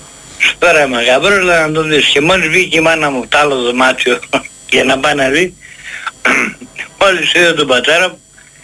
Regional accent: Thessaly, Greece; born there; moved away; also born or lived in Nea Filadelfeia; Εγώ είμαι από τη Λίμνη Πλαστήρα πάνω από Καρδίτσα.

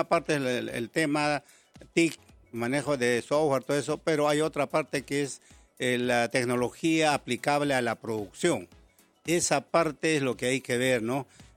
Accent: Cusco, Peru; also born or lived in Arequipa; now in Lima, Peru; Yo soy de Cusco, de las alturas de donde está la mina Antapaccay, ¿no? Que es una zona fría, pero me he educado en Arequipa

